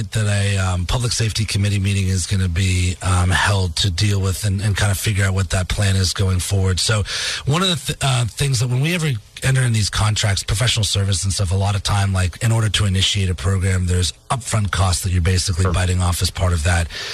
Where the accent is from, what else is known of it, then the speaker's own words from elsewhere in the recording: Massachusetts, United States; So I grew up in Northeast Massachusetts and grew up going to Maine